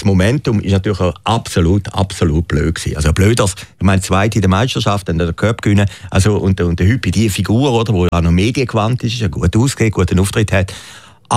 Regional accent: Zurich, Switzerland; Wir kommen ja aus der Fußballerwüste hier in Zürich, wo gar nichts los ist.

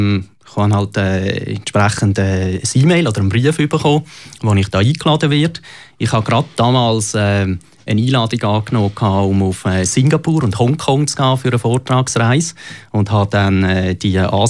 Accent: Dielsdorf, Zurich, Switzerland; moved away as an adult; also born or lived in St. Gallen / United States / Madrid; now in Zürich, Switzerland; Ich bin aufgewachsen in Dielsdorf im Zürich Unterland, habe dann, wie du ja auch, in St. Gallen studiert und bin von dort dann in die weite Welt gezogen. Habe fast 10 Jahre in den USA verbracht.

